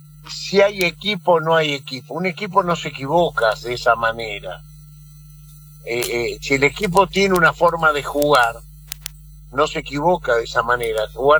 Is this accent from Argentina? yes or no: yes; Argentina; somos argentinos